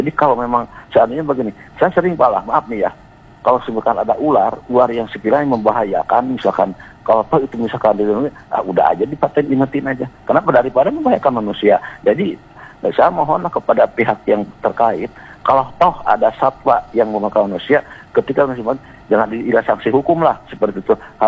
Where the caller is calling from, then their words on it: Bandung, West Java, Indonesia; Saya dari Bandung Timur ya.